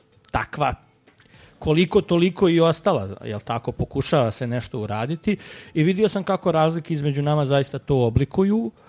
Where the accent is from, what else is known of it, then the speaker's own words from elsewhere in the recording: Sarajevo, Federation of Bosnia and Herzegovina, Bosnia & Herzegovina; born there; ja sam rođen u Sarajevu, kasnije sam odrastao svugdje, negdje u izbjeglištvu sa roditeljima, pa sam se ponovo vratio u Bosnu i bio takozvano raseljeno lice.